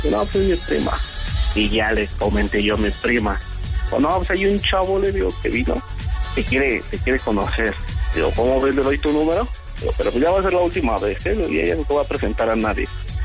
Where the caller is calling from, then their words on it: Tizayuca, Hidalgo, Mexico; yo soy de Tizayuca.